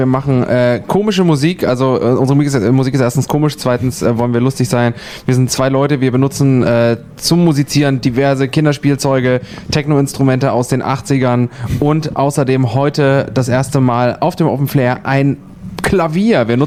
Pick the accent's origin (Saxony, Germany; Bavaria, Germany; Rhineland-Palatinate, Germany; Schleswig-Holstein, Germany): Saxony, Germany; Leipzig; Nee, wir kommen aus